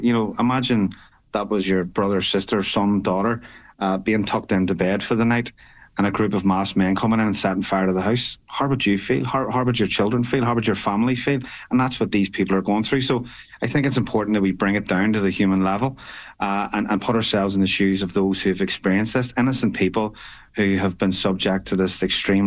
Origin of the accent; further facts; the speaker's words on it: Belfast, Northern Ireland, United Kingdom; I grew up in West Belfast, which mm-hmm. is a nationalist area.